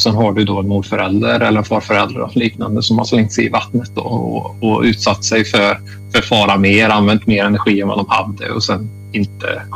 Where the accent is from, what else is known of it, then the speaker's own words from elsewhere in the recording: Sweden; Och det, som svensk så känns det helt orimligt.